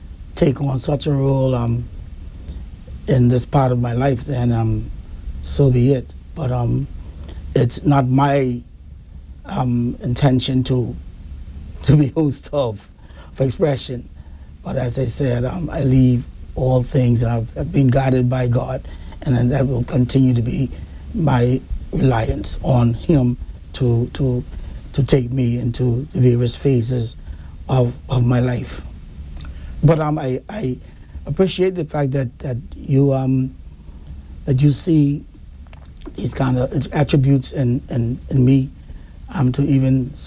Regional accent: Cockburn Town, Turks & Caicos Islands; also born or lived in Bahamas; Growing up in Grand Turk in the late 60s, early 70s, 80s was wonderful.

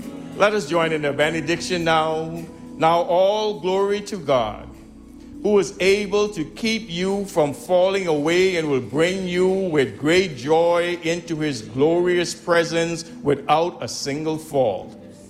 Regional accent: Providenciales, Turks & Caicos Islands; as a little boy growing up in Wheeling and Blue Hills

